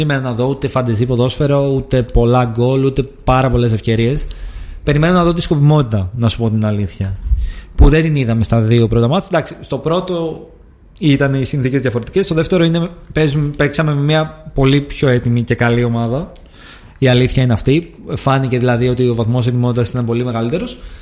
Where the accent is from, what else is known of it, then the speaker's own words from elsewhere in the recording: Greece; το λέω γενικά σαν Έλληνες